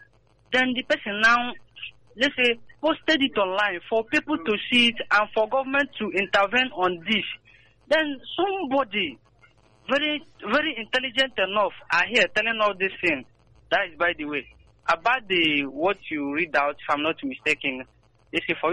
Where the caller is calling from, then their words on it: Ariara, Nigeria; I'm calling from Ariara.